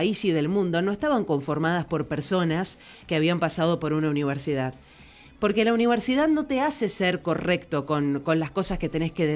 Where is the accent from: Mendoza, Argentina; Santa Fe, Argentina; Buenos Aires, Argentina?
Mendoza, Argentina; ¿Somos aburridos los mendocinos para vestirnos?